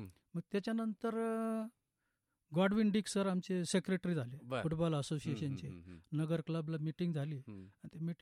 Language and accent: Marathi; Ahmednagar district, Maharashtra, India; माझा जिल्हा नगरचा आहे